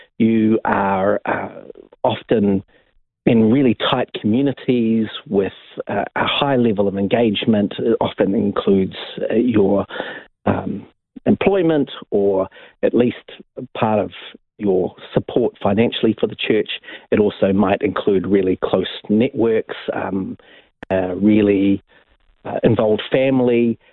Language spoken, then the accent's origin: English; Wellington, New Zealand; Well, I grew up in Wellington.